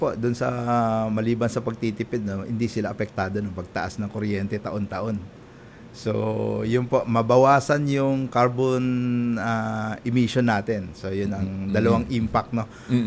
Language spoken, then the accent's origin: Tagalog; Meycauayan, Central Luzon, Philippines; Actually, taga-Mekawayan po ako.